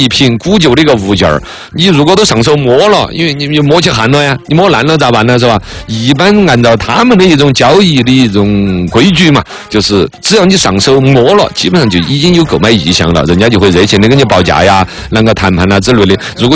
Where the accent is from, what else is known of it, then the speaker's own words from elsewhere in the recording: Chengdu, Sichuan, China; 这个尤其我们成都人哈，因为我们成都的自来水水质在全国乃至于全世界绝对是排到 top 的顶尖的